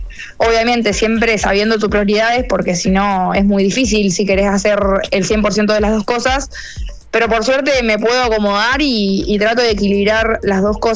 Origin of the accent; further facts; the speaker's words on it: Mendoza, Argentina; now in Buenos Aires, Argentina; mi casa, donde yo nací